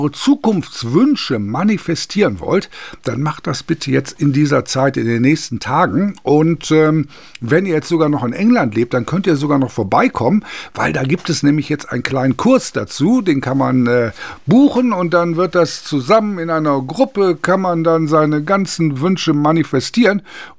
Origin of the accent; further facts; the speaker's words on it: Germany; ich bin aufgewachsen nah an der holländischen Grenze.